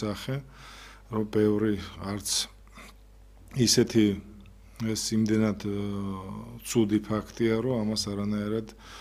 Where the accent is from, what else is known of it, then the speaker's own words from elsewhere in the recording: Zugdidi, Samegrelo-Zemo Svaneti, Georgia; ვიცით, რომ მე ზუგდიდიდან ვარ